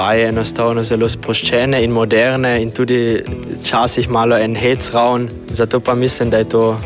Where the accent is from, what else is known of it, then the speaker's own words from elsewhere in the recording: Abtei, Carinthia, Austria; pridem iz Apač in sem tukaj, ker je moj brat zraven poje